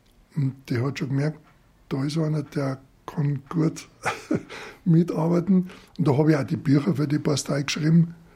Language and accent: German; Munich, Bavaria, Germany; Das ist so, ich bin in Allach aufgewachsen und habe nie was von der Borstei gehört.